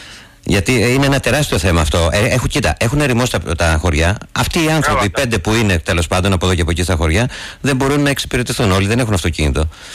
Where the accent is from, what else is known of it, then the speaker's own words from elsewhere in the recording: Central Greece, Greece; από την περιοχή μου εκεί κοντά στο Καρπενήσι.